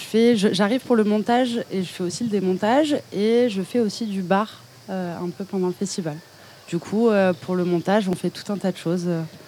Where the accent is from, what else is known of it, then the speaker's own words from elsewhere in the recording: Marseille, Provence-Alpes-Côte d'Azur, France; moi je viens de Marseille.